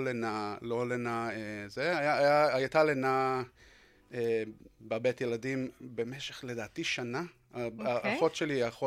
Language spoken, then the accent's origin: Hebrew; Northern District, Israel; moved away; אני גדלתי גם בקיבוץ נורא נורא צעיר, הרבה מהקיבוצים באזור של הנדיר הצבי, שדה אליהו, שהם הוקמו ממש לפני קום המדינה, הרבה לפני קום המדינה.